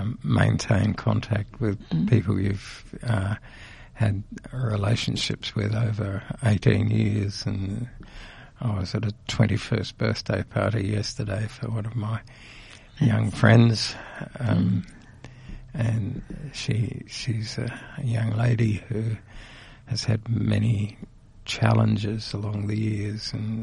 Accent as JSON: {"language": "English", "town": "Adelaide", "region": "South Australia", "country": "Australia", "tie": "born or raised there", "also_born_or_lived": "Cadena", "said": "I was born in Adelaide. I come from a very mixed background with English, Irish, Scottish and French antecedents. I spent the first 6 years in the country at a little town called Cadena in the mid-north, and then we came back to Adelaide"}